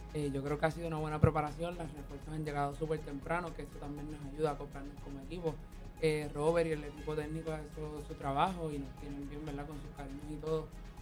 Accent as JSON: {"language": "Spanish", "country": "Puerto Rico", "tie": "born or raised there", "said": "Y luego estuve en la universidad como Perre Bayamón y transferida a Caribbean University. Soy nativa de aquí."}